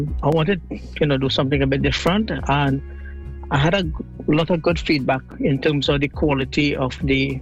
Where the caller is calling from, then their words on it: Manchester, North West England, United Kingdom; England, Manchester.